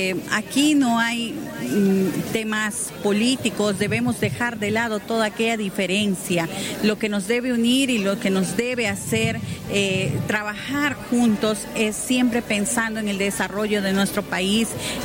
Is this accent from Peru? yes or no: yes; Peru; Somos un solo país, somos una sola nación y por lo tanto somos seres humanos, somos peruanos